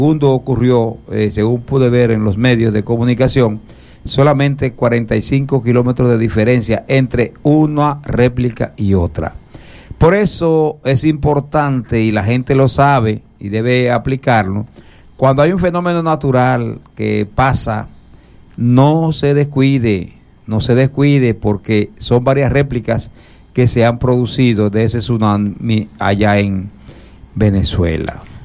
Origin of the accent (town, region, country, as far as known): Dominican Republic